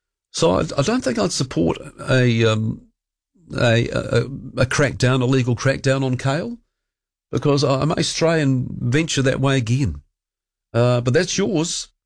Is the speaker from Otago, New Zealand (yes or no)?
yes; Dunedin, Otago, New Zealand; I know I'm from Dunedin. I know I'm from Dunners.